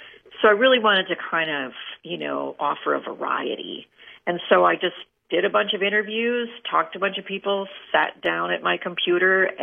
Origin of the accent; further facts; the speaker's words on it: Winona, Minnesota, United States; moved away as an adult; also born or lived in Chicago, Illinois / Denver, Colorado; I grew up in Winona, Minnesota, and then I left right after high school because I just wanted to get out in the world and mm-hmm. spent time overseas, went to Kansas University, mm-hmm. KU, lived in Chicago for 10 years